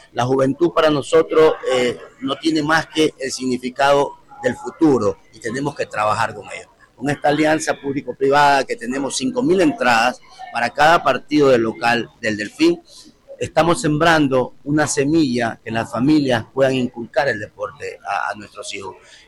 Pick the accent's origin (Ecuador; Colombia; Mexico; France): Ecuador; Manta, Manabí; yo soy de Manta, yo soy hincha del fin